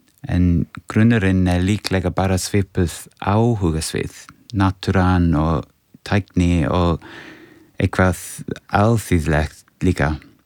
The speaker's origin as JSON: {"language": "Icelandic", "region": "England", "country": "United Kingdom", "tie": "born or raised there", "second_language": "Icelandic", "moved": "yes", "lives_now": "Iceland", "said": "Ég ólst upp á Englandi en ég hef búið á Íslandi síðustu 10 ár. Kom hingað því ég var að vinna með"}